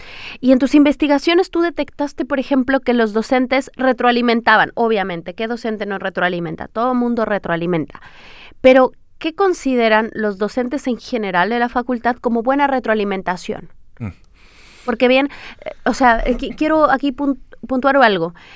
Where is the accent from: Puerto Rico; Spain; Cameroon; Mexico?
Mexico; now in Chile; una acá sufriendo como buena mexicana.